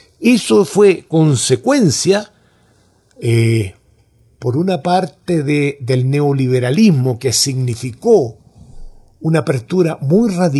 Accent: Chile

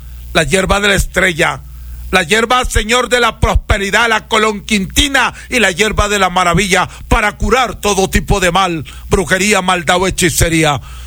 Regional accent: Huancabamba, Piura, Peru; mi tierra natal, a las guaringas de Huancabamba

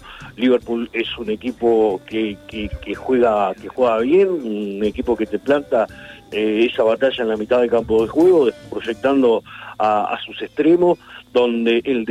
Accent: Uruguay; como uruguayo siempre tenemos el hábito o el pensamiento de que lo que está funcionando no lo tocamos

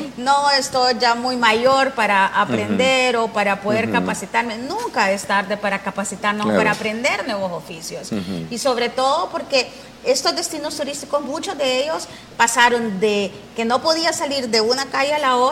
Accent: El Salvador

